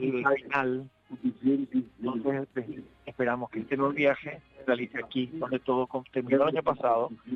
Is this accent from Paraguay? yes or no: yes; Paraguay; Nosotros como paraguayos solemos hacer cosas locas aquí. Hacemos que lo imposible se vuelva posible.